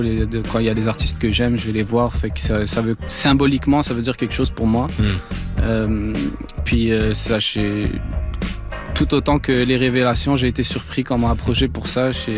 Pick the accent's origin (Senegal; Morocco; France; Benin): Morocco; Puis bon, moi je suis marocain, mais … il a des origines algériennes.